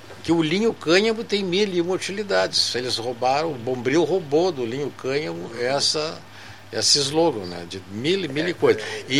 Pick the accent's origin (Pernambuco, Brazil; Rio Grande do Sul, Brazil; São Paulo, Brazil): Rio Grande do Sul, Brazil; now in Pelotas, Brazil; Eu sou da Ilha Negra, não sou daqui.